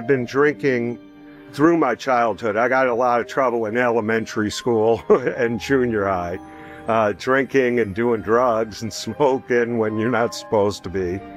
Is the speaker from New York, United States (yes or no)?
yes; New York, United States; Growing up in New York in a half Italian family, I was exposed to pepper flakes and pepperoncini and cherry peppers